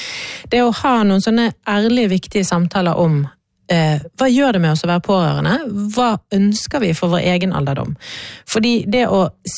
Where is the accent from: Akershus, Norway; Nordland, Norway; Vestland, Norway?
Vestland, Norway; Bergen; så jeg er utrolig glad for at jeg har vokst opp i Bergen. Norges største bygd.